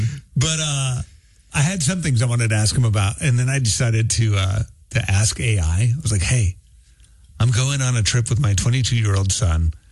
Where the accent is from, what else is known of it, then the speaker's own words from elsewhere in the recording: Italy; moved away; I would love to be able to take my kids to see where I grew up in Italy.